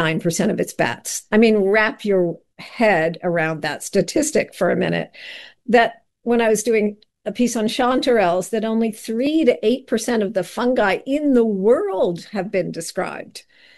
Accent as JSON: {"language": "English", "region": "East Coast", "country": "United States"}